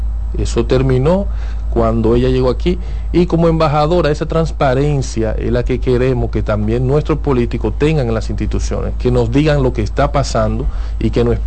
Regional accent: Dominican Republic

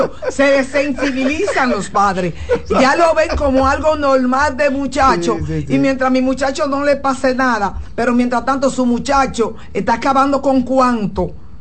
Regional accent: San Francisco de Macorís, Duarte, Dominican Republic; yo soy de San Francisco de Macorís. Yo me crié en el barrio Capacito

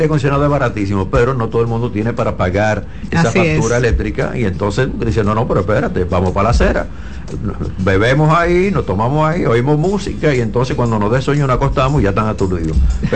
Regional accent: Dominican Republic; somos dominicanos

